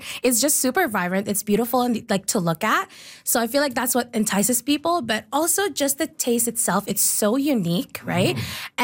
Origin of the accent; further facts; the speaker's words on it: Philippines; it's put up so our whole community can indulge in our culture, to be part of it and to learn something from it as well.